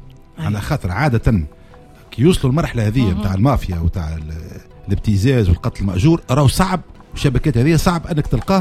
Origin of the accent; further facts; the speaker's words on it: Tunisia; احنا كمجتمع تونسي